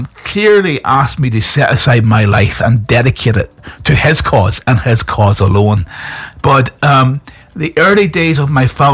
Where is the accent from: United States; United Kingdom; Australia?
United Kingdom; Northern Ireland; growing up in Northern Ireland was tough.